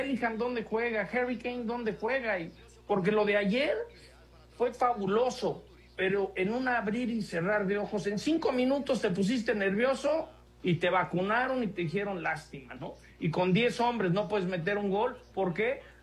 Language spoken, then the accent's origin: Spanish; Mexico; aquí estamos, estos somos los mexicanos